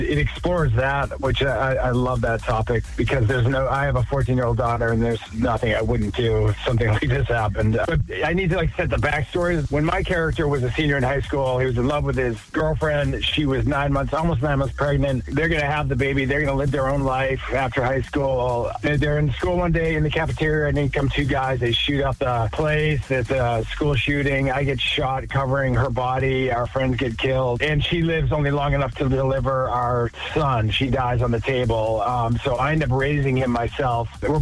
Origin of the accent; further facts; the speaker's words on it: Plymouth, Massachusetts, United States; shooting in the town my mom was born in Yarmouth, Massachusetts. And then I also was able to shoot in my hometown of Plymouth, Massachusetts.